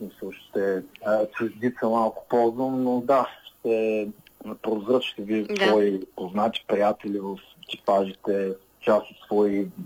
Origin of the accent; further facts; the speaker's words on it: Plovdiv, Plovdiv Province, Bulgaria; Това е родния ми град